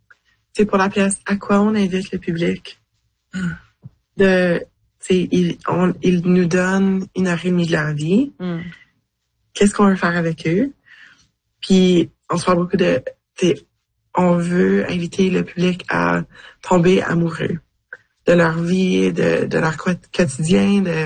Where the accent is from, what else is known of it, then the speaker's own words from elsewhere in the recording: Manitoba, Canada; Puis, tu sais, moi, je viens du Manitoba.